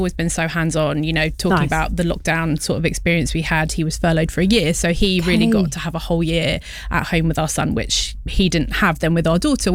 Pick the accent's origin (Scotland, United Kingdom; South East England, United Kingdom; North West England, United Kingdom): South East England, United Kingdom; now in Croydon, United Kingdom; I grew up in Tandridge, so yeah, just outside of Croydon.